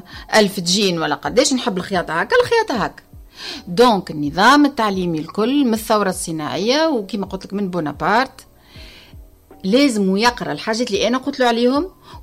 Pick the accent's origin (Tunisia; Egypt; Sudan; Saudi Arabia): Tunisia; احنا اللي عندنا في تونس